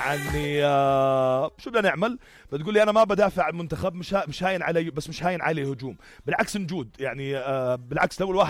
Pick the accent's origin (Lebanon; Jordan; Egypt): Jordan; عندنا بالأردن